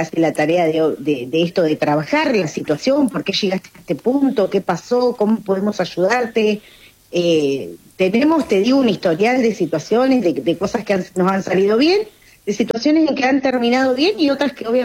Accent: Viedma, Río Negro, Argentina; born there; uno vive en Viedma, yo soy nacida en Viedma

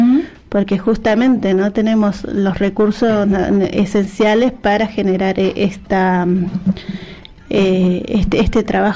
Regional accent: Neuquén, Argentina; somos la provincia de Neuquén

